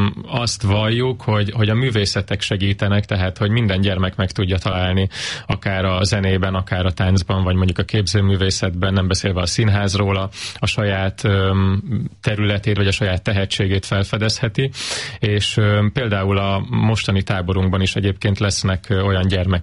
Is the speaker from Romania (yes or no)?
no; Nova, Zala, Hungary; szeptember 4-én és 5-én pedig Nován, éppen a szülőfalumban egy tehetséggondozó fesztiválra